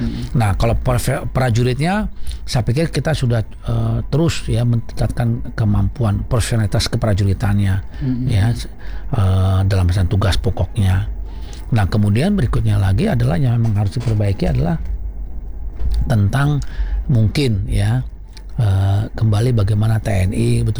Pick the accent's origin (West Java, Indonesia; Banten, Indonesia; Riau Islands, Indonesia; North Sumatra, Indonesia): North Sumatra, Indonesia; katakanlah kalau kita orang Batak, kita kan di sini kita ada 6 ya, 6 puak Batak.